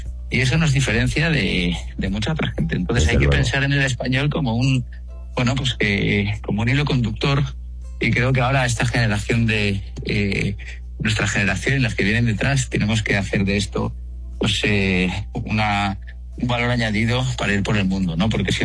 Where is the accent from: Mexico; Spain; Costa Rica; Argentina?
Mexico; Sí, como mexicanos